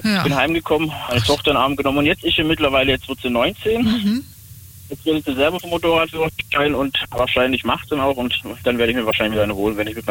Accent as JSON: {"language": "German", "town": "Stetten am kalten Markt", "region": "Baden-Württemberg", "country": "Germany", "tie": "born or raised there", "said": "ich fahre in meine alte Heimat nach Stetten am Kalten Markt und zeige das meinem Kumpel und meiner Familie, wie es jetzt aussieht."}